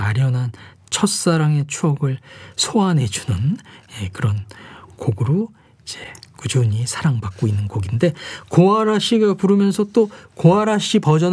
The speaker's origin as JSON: {"language": "Korean", "town": "Jinju", "region": "South Gyeongsang", "country": "South Korea", "tie": "born or raised there", "said": "어린 시절을 제 진주에서 보냈기 때문에 자연스럽게"}